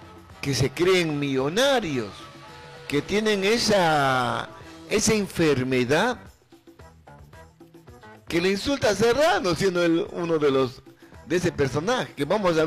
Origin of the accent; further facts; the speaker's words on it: Peru; entre nosotros los peruanos